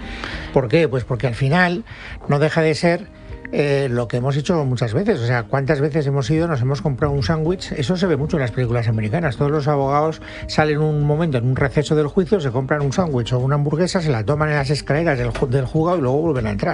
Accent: Valencian Community, Spain; porque como soy valenciano, pues ¿qué lo vamos a hacer?

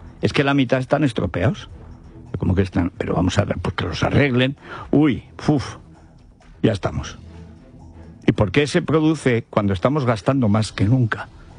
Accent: Aragon, Spain; moved away; mi pueblo, a Gonchales, a Albarracín

